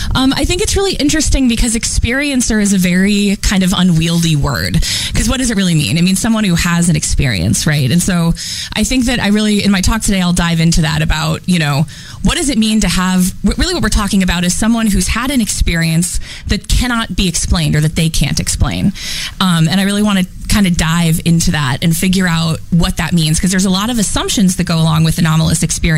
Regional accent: Cleveland, Ohio, United States; I'm from Cleveland, Ohio.

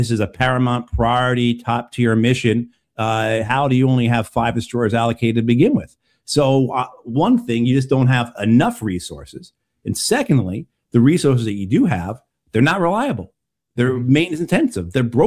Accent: New Jersey, United States; I'm from New Jersey.

